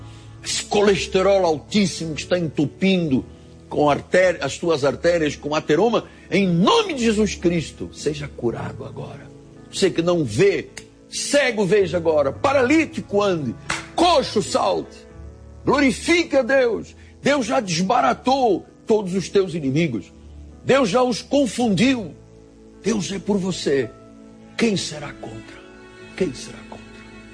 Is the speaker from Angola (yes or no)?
yes; Angola; born there